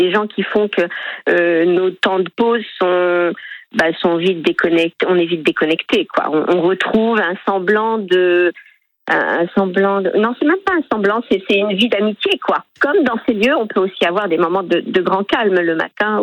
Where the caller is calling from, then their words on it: Hauts-de-France, France; je suis picarde.